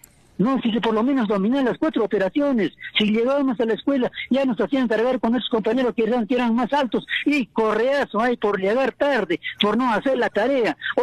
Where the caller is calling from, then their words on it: Peru; Y eso es lo que estamos esperando los peruanos.